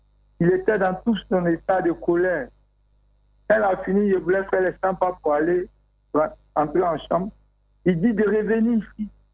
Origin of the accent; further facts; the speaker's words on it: Bouaké, Vallée du Bandama, Côte d’Ivoire; moved away; je suis né à Boaké, j'ai grandi à Boaké à la maternité dans un store, camp commando là. Mmh. Et j'ai passé tout mon enfance à Boaké